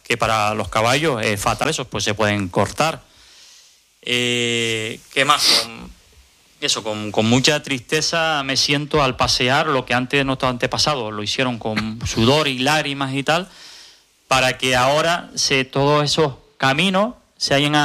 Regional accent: Albarda, Canary Islands, Spain; Por suerte, vengo de Albarda. ¿Qué quiere decir esto? Pues que desde niño, el vehículo de transporte que se utilizaba en mi casa eran las bestias, ¿sabes?

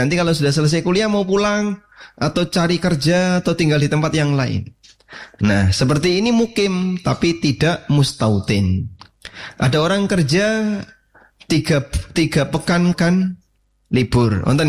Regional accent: Lamongan, East Java, Indonesia; now in Sleman, Indonesia; kalau saya, Pak, asli Lamongan, tinggal di Sleman, KTP Klaten.

